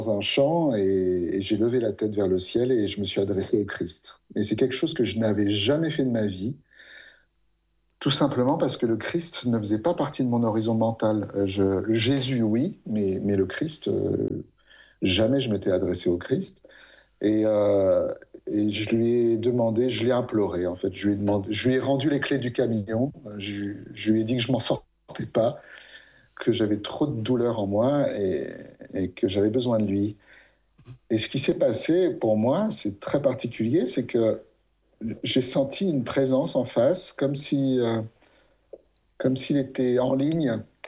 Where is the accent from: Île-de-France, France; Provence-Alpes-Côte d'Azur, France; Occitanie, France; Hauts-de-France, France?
Île-de-France, France; Paris; born there